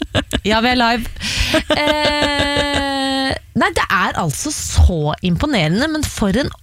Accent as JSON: {"language": "Norwegian", "town": "Vestby", "region": "Akershus", "country": "Norway", "said": "Vestby, altså mitt sted der jeg kommer fra"}